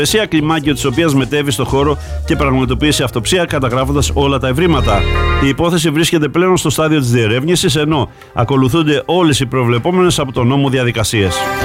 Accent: Kourouta, Western Greece, Greece; Κουρούτα, τη μικρή Μύκονο όπως την αναφέρουν. Είναι τα δικά μου μέρη, εκεί που γεννήθηκα

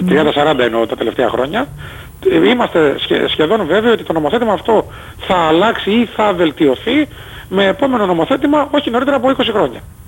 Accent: Zakynthos, Ionian Islands, Greece; κάποια στιγμή εγώ σαν Ζακυνθινός πολίτης θα ήθελα να ξεκαθαρίσει αυτό το έρμο, το πλάτωμα του Ναυαγίου, για το πώς θα το διαχειριζόμαστε.

